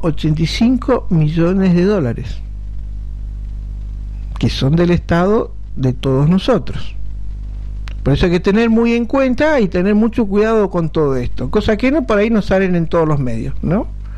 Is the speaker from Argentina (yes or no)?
yes; Argentina